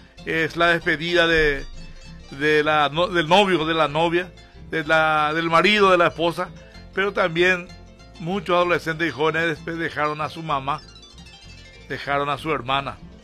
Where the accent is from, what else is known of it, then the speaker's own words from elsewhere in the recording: Paraguay; como soy buen paraguayo